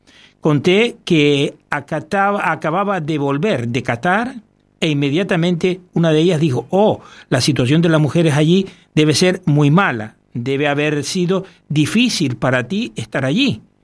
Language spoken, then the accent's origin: Spanish; Pakistan; como en las que crecí en Pakistán